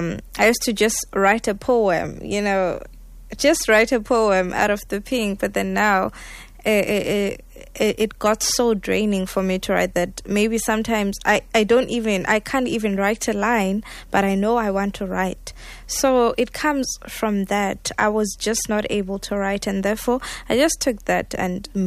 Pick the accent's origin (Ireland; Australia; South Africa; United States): South Africa; I'm from South Africa.